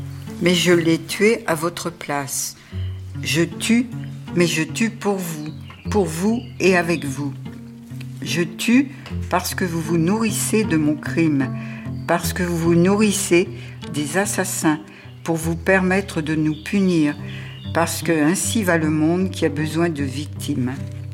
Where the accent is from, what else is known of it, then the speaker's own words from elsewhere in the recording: Berck, Hauts-de-France, France; Je suis née à Berck et c'est les Anglais, d'ailleurs, qui bombardaient et qui ont cassé tout... Je vivais quand j'étais petite au milieu des ruines, au milieu des mines.